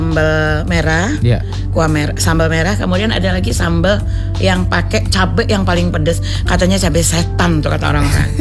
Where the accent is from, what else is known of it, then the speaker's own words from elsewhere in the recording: Lampung, Indonesia; kita orang Lampung tuh di sini, termasuk saya dengan udah seumur ini, itu masih seneng makan pedas.